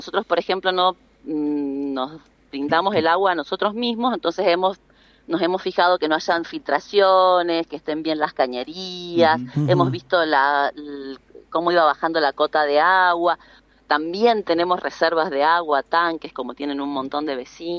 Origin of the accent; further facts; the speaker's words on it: Mendoza, Argentina; Para los que somos mendocinos sabemos que esto, por ejemplo, lo primero es que es agua para Mendoza